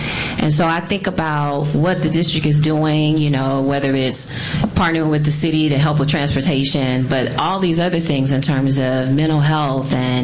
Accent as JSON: {"language": "English", "town": "Detroit", "region": "Michigan", "country": "United States", "tie": "born or raised there", "said": "You know, I grew up in Southwest Detroit, which I always say is like a little small town near Ecorse and River Rouge."}